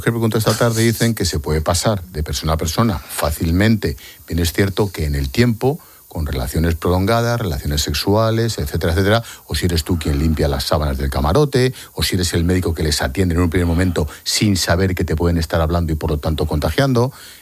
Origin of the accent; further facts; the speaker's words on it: Spain; coño, que soy español, joder